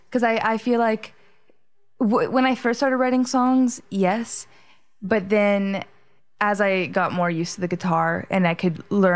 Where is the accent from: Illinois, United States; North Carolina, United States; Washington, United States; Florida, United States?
Washington, United States; Seattle; now in San Diego, United States; Yeah. So I'm from Seattle originally.